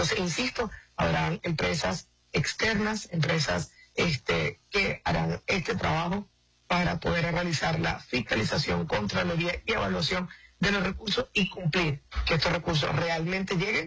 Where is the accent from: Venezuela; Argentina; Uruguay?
Venezuela; Zulia; yo particularmente que soy del estado de Zulia, vivo constantemente los racionamientos